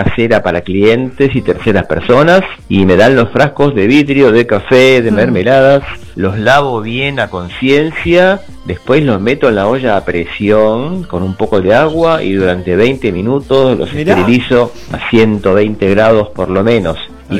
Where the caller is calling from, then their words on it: Buenos Aires, Argentina; de Urquiza.